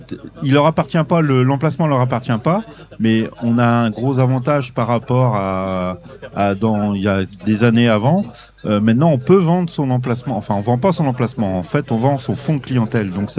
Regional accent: Brittany, France; je suis breton moi

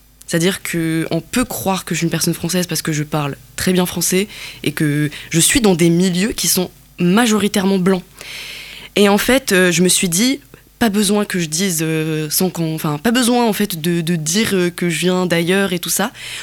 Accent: Kabylie, Algeria; moved away; je suis kabyle, j'ai grandi en Algérie, et je suis amazigh, comme je suis kabyle, et aussi, j'ai vécu la migration

